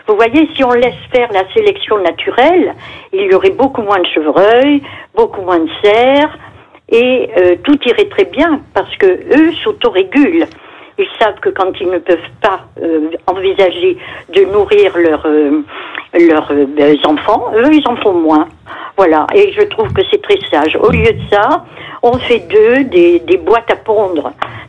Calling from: Génis, Nouvelle-Aquitaine, France; D'un petit village du Périgord

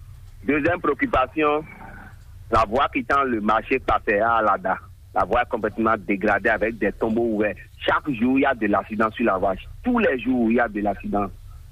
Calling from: Ouidah, Atlantique, Benin; de Big Ouida.

